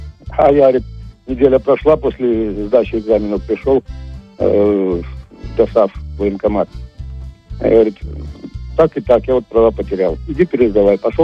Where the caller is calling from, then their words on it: Moscow Oblast, Russia; я в Подмосковье живу.